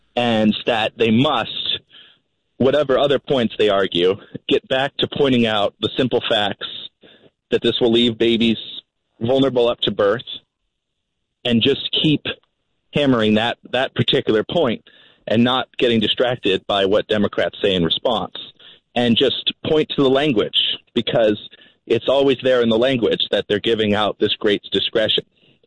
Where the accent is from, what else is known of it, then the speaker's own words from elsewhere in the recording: Virginia, United States; That's the case in my home state of Virginia.